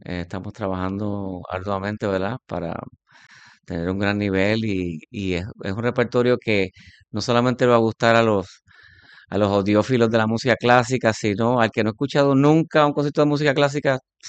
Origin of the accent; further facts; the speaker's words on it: Puerto Rico; todos somos puertorriqueños, además todos estudiamos en el programa de cuerdas para niños, estudiamos en el Conservatorio de Música